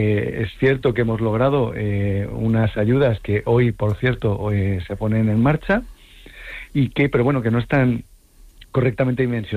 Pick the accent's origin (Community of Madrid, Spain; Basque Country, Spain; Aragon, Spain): Community of Madrid, Spain; Madrid; now in Ceuta, Spain; Pues para mí es francamente fácil, porque yo soy madrileño, yo conocí Ceuta cuando en el año 2001 y me quedé profundamente enamorado.